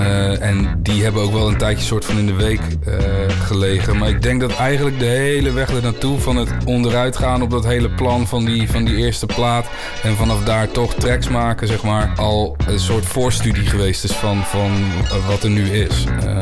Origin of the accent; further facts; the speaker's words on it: Zeeland, Netherlands; moved away; Ik blijf een Zeeuw, denk ik.